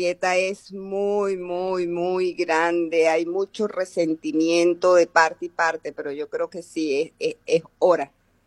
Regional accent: Venezuela; Nosotros lo que esperamos como venezolanos

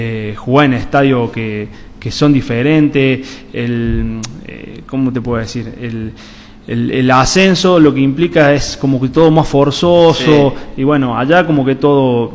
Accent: Córdoba, Argentina; now in Santiago del Estero, Argentina

